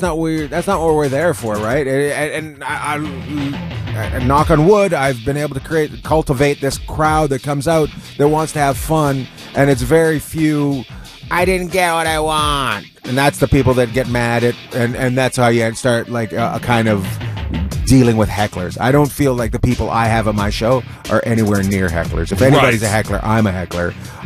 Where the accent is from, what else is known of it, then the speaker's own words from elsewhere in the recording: Canada; I grew up near Alaska.